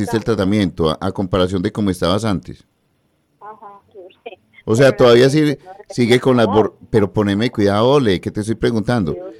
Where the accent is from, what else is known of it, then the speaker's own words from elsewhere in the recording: Medellín, Antioquia, Colombia; born there; yo soy antioqueño, soy de Medellín, Colombia, a mucho orgullo.